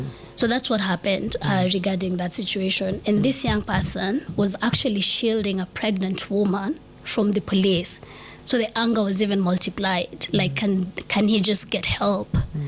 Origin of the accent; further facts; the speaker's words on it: Nairobi, Kenya; The thing about growing up in Mathare is mnajuana all your lives.